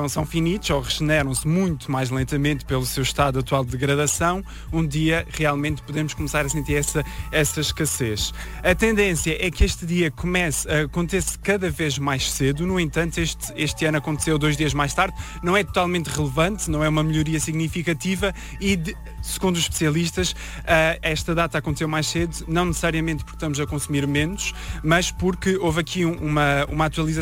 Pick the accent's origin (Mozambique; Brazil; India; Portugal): Portugal; se a população mundial vivesse como nós portugueses